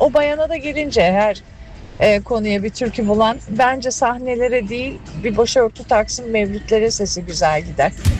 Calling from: Berlin, Germany; Berlin'den arıyorum ben.

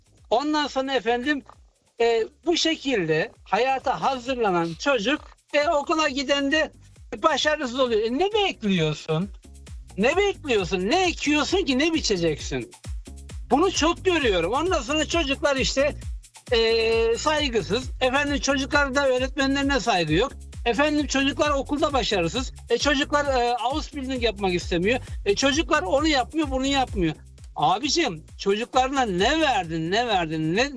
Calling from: Mannheim, Baden-Württemberg, Germany; Mannheim'den herkese selamlar.

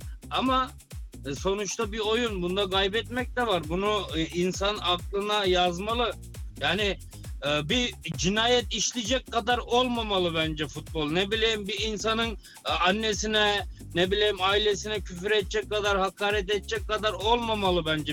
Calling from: Berlin, Germany; ben Berlin'den.

